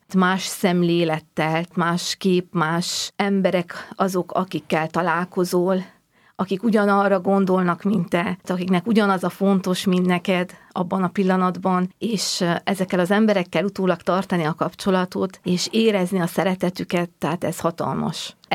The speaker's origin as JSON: {"language": "Hungarian", "region": "Transylvania", "country": "Romania", "tie": "born or raised there", "said": "Erdélyből származom"}